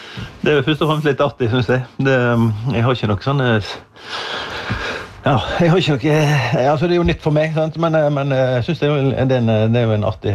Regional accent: Vestland, Norway; now in Sunnmøre, Norway; jeg er jo stril, kommer fra Kjemp, jeg må være forsiktig med hva jeg sier nå, men jeg er jo litt avsleppende i dialekten, i og med at jeg har bodd på Sunnmøre i 20 år

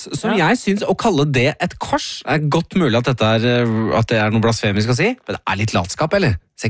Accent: Oslo, Norway; Jeg har vokst opp ved Slendal demonstrasjon, planovergang det.

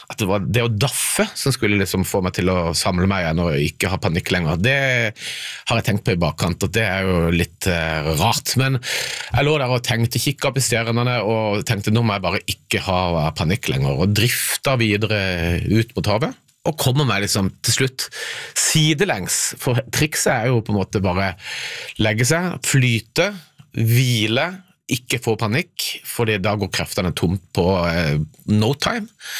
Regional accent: Southern Norway, Norway; Nei, jeg tenker jo at jeg er fra Sørland, jeg kan svømme som en fisk

